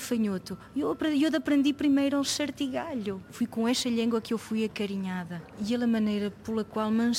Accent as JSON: {"language": "Portuguese", "region": "Bragança", "country": "Portugal", "tie": "born or raised there", "first_language": "Mirandese", "second_language": "Portuguese", "said": "Eu recebi a língua mirandesa por meus pais, meus avós, a minha família e a minha terra."}